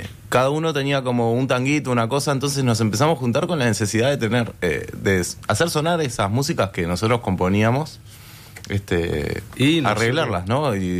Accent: Montevideo, Uruguay; Yo soy de Montevideo, del oeste. La Teja del Cerro.

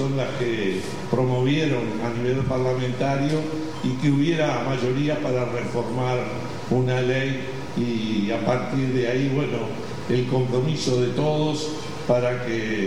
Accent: Carmelo, Colonia, Uruguay; ustedes vienen de Carmelo, que a su vez es mi pueblo.

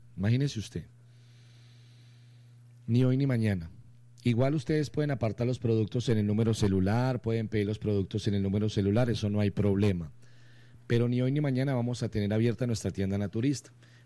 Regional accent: Santander, Colombia; Yo soy santandereano

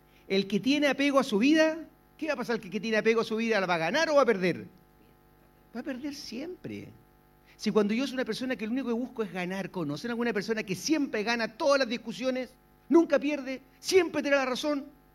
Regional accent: Chile

